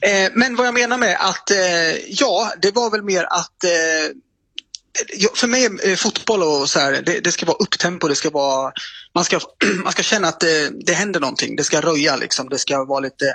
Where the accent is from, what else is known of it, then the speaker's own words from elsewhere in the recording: Huskvarna, Jönköping County, Sweden; jag är uppvuxen i Jönköping, men med, eller Huskvarna. Det är en jäkla skillnad på Huskvarna och Jönköping, det ska ni veta. Huskvarna, det är där hårdrockarna kom från.